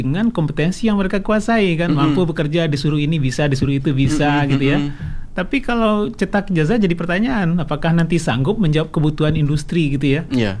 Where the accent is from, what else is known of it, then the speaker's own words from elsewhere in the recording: West Sumatra, Indonesia; Tapi mungkin karena saya dari Sumatera Barat